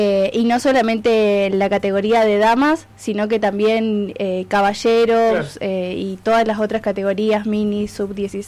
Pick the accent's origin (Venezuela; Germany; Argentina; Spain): Argentina; Centenario, Neuquén; yo soy de Centenario.